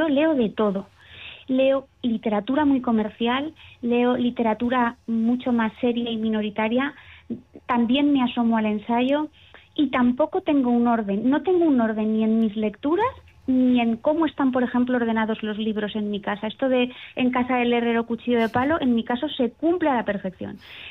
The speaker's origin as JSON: {"language": "Spanish", "region": "Valencian Community", "country": "Spain", "said": "yo también soy valenciana."}